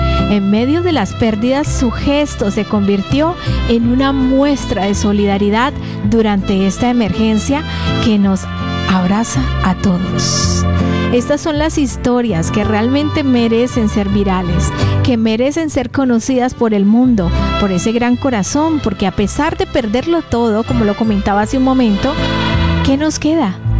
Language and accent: Spanish; Colombia; nos enorgullecen como colombianos